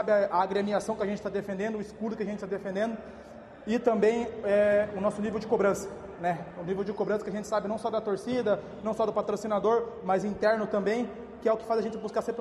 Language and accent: Portuguese; Pato Branco, Paraná, Brazil; Sou de Pato Branco, Zona Sul, Pinheirinho. Criado e abençoado aqui, nascido no São Lucas ali.